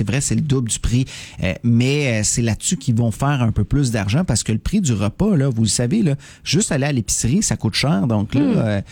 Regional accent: Saint-Jean-sur-Richelieu, Quebec, Canada; moved away; je viens de Saint-Jean. Il y a un festival des Montgolfières aussi à Saint-Jean-sur-Richelieu.

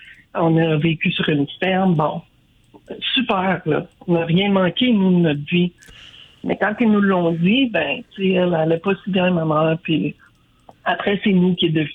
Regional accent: Ottawa, Ontario, Canada; born there; On est nés à Ottawa, puis ils nous mettaient à la crèche pour être adoptés.

